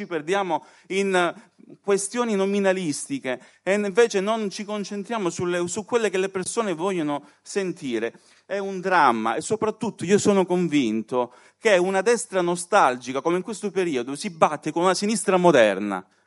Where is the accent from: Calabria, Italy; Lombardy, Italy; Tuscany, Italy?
Calabria, Italy; io vengo dalla Calabria, per arrivare qui sono arrivato stamattina alle 5.